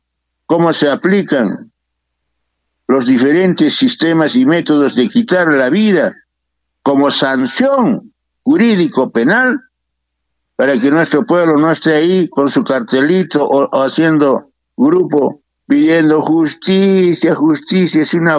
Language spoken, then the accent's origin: Spanish; Peru